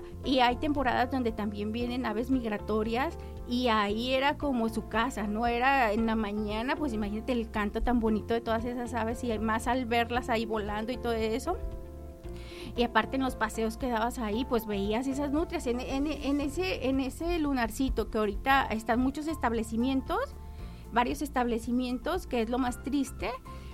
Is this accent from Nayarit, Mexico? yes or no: yes; Tepic, Nayarit, Mexico; Yo pues aquí crecí en Tepic, uh-huh, aquí estuve aquí en la primaria, y vivo cerquitas de un punto donde crecen juncos